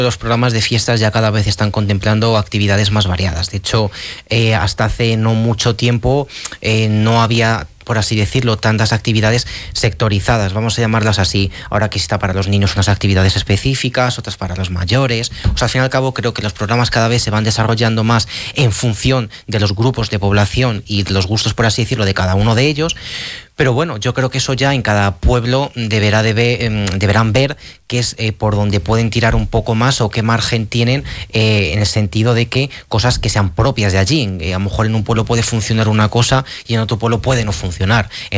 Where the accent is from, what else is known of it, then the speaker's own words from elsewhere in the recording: Fuentes de Oñoro, Castile and León, Spain; Yo me quedaría con las de Fuentes de Oñoro, ya no por ser de allí, sino porque creo que además el ambiente es muy diferente al del resto, porque estás en una zona de que viene también gente de Portugal, sabemos que está justo en el límite con la frontera